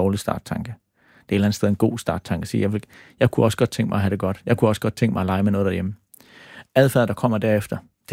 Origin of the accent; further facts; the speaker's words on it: Sønderborg, Region of Southern Denmark, Denmark; jeg er vokset op i Sønderborg. Helt normal middelklasse hjem.